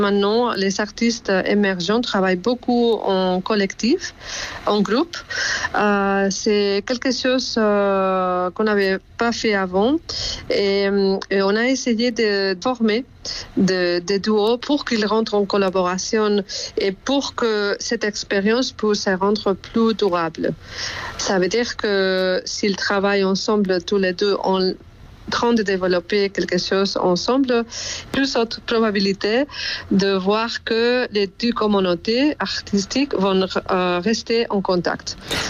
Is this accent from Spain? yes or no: yes; Spain; French is a second language; moved away as an adult; now in Brussels, Belgium; je suis espagnole. Et donc, ça fait 5 ans que je suis à Bruxelles.